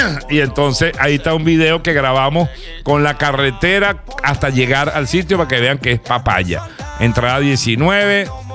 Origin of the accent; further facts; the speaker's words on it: Naiguatá, La Guaira, Venezuela; Hoy es el día de la Virgen de Coromoto, dice aquí en mi pueblo Naiguatá y la Virgen del Valle en Margarita. Hoy se celebra el día, hoy hay fiesta otra vez allá en Naiguatá, en La Guaira, la Virgen de Coromoto.